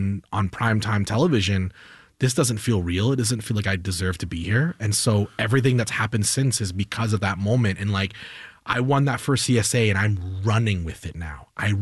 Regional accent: Canada; I'm a Canadian that stayed in Canada.

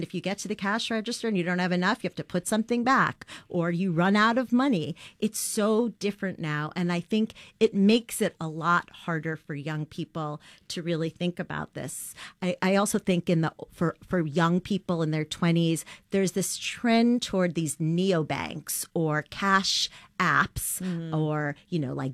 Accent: New York City, New York, United States; I've been to about 35 New York City high schools, a lot of them in Queens, my hometown.

